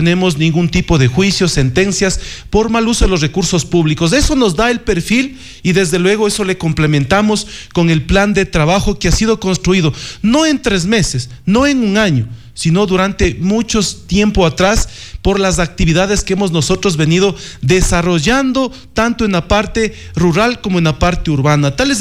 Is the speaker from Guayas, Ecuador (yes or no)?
no; Riobamba, Chimborazo, Ecuador; born there; en la quinta parroquia de Yaruquí es donde yo nací